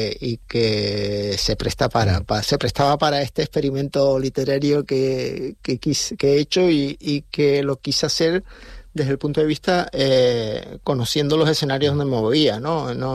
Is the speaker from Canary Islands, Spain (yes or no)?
yes; San Cristóbal de La Laguna, Canary Islands, Spain; Tenerife, lógicamente, yo soy de La Laguna